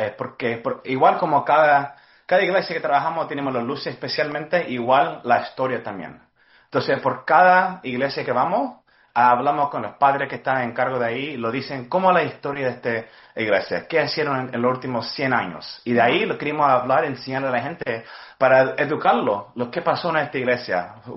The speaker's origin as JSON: {"language": "Spanish", "country": "Chile", "lives_now": "United States", "said": "Yo soy chileno aquí en Estados Unidos."}